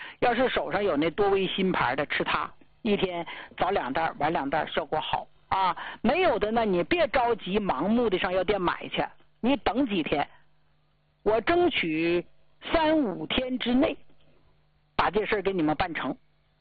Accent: Northeast China, China; 咱们东北人

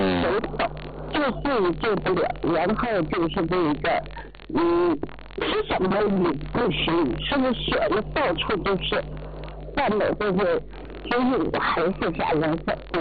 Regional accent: Kunming, Yunnan, China; 我是云南这边，云南昆明的这个五华区的啊，

